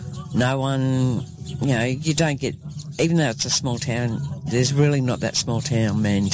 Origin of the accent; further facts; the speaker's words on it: Tamworth, New South Wales, Australia; No, I'm from Tamworth